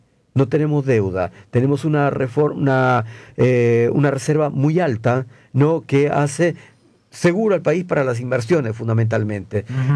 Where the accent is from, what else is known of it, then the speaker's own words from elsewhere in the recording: Peru; yo soy peruano y la clase media avanzó y muchísimo en Perú.